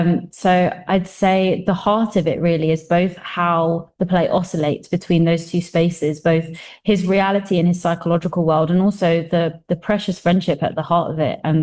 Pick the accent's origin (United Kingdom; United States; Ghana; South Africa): United Kingdom; London; growing up in East London